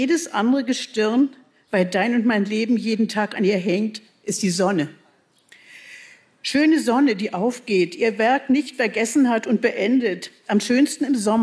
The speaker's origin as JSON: {"language": "German", "region": "Berlin", "country": "Germany", "said": "Na, ich bin, ich bin eine Berliner Spottdrossel."}